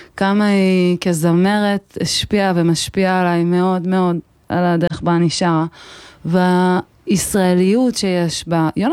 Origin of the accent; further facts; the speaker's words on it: Dafna, Northern District, Israel; אני מדפנה היפה. מזה השנה וחצי פלוס האחרונות, מאז שחזרנו מהפינוי.